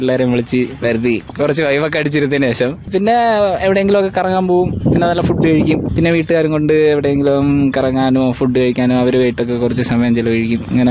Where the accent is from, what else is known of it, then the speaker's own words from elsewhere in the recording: Neyyattinkara, Kerala, India; Nadu Neyyattinkara.